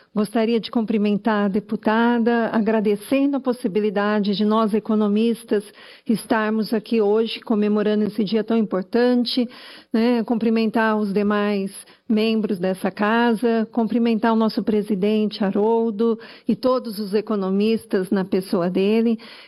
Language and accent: Portuguese; Marília, São Paulo, Brazil; Sou da região de Marília, distante da capital